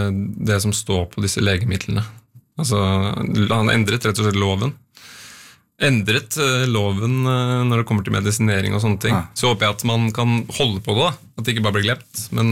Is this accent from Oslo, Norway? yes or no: yes; Oslo, Norway; Jeg vokste også opp på Grorud.